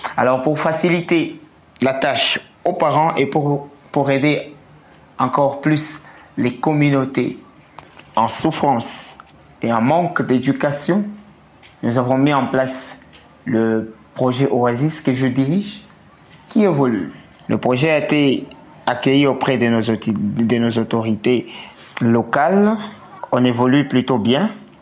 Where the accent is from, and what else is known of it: Kolwezi, Lualaba, DR Congo